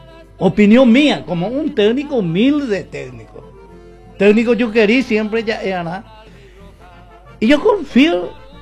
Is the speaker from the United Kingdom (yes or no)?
no; Paraguay; somos paraguayos